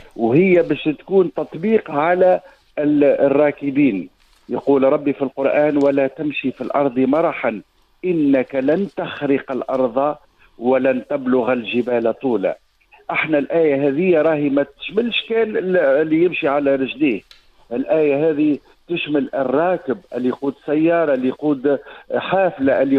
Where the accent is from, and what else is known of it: Tunisia